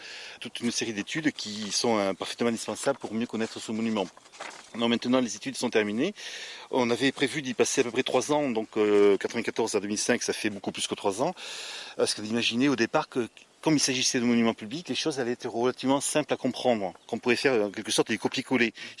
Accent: France; born there; je suis archéologue, je suis né à Verse et j'habite maintenant à Cabouret.

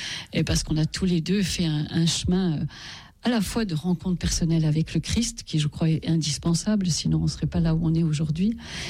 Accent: eastern France, France; Je suis née et j'ai grandi dans l'est de la France, mais mon père était juif pied noir d'Algérie.

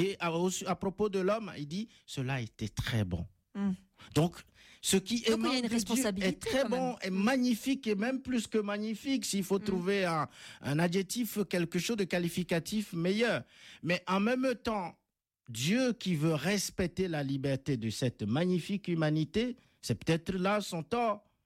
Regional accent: Benin; Les choses comme en Afrique, chez moi au Bénin

